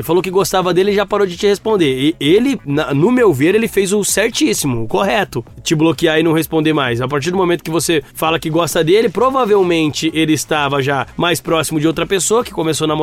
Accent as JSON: {"language": "Portuguese", "town": "Maranguape", "region": "Ceará", "country": "Brazil", "said": "Eu sou de Maranguape."}